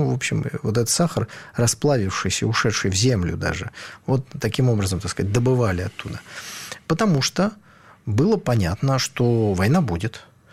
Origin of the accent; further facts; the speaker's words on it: Saint Petersburg, Russia; Вот я ленинградец.